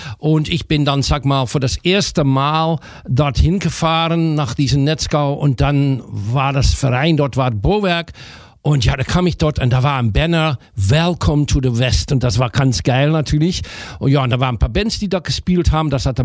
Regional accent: Netherlands; German is a second language; du sprichst als Holländer doch lustig Deutsch für uns

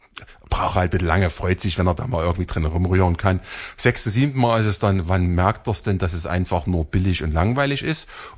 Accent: Saxony-Anhalt, Germany; Ich komme ja aus Sachsen-Anhalt.

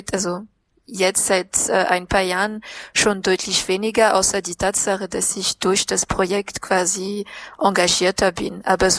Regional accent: Madagascar; now in Antananarivo, Madagascar; Ich komme aus dem Südosten Madagaskars, aber ich bin gerade in der Hauptstadt

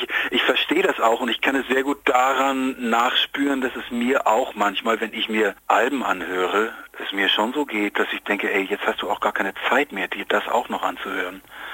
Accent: Hamburg, Germany; Und ich meine, ich komme ja aus Hamburg, hier gibt es ja jede Menge Clubs genau in dieser Größenordnung

